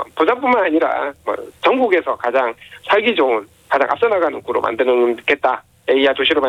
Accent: Busan, South Korea; 개인적으로는 제 고향이기도 하죠. 이 북구 일대 전체가.

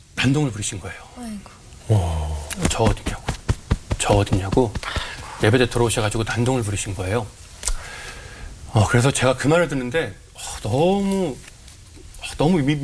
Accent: Chuncheon, Gangwon, South Korea; 제가 고향이 강원도 춘천인데

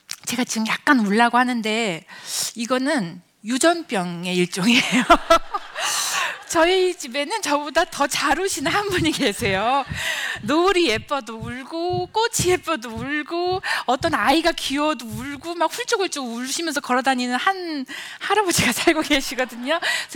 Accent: Gongju, South Chungcheong, South Korea; born there; 저는 충남 공주에 있는 어떤 연탄집 새빵에서 태어났습니다.

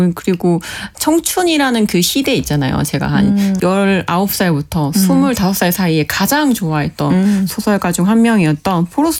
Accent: South Korea; 저는 이제 한국인이니까

